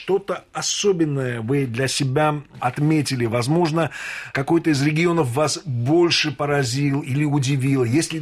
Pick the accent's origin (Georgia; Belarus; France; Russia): Georgia; я родился и вырос в Грузии